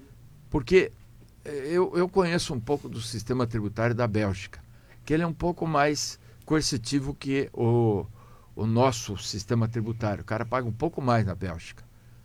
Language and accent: Portuguese; Brazil; Nós somos brasileiros natos, todos nós.